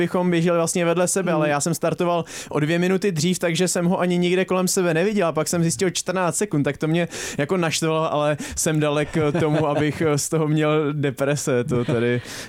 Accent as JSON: {"language": "Czech", "region": "Prague", "country": "Czechia", "said": "protože jsem ze Zbraslavy"}